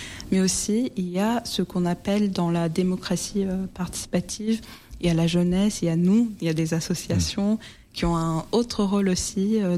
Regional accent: Turkey; now in France; je suis d'origine turque et je considère que nous les Turcs, on est en Eurasie, donc on fait le pont entre l'Europe et l'Asie. Et je peux dire que je suis aussi européenne parce que je vis en France depuis actuellement 10 ans

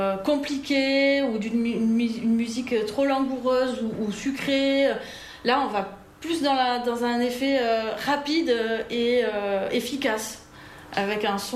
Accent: Nouvelle-Aquitaine, France; Et puis, par exemple, comme je viens du Pays Basque et que j'ai un peu grandi là-dedans, il y avait des choses qui étaient très revendications, très politiques, qu'on voyait.

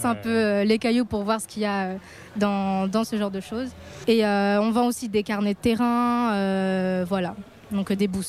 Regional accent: Réunion; moved away as an adult; now in Bordeaux, France; moi je viens de l'île de la Réunion. Et quand j'étais sur l'île, j'étais dans une asso de botanistes.

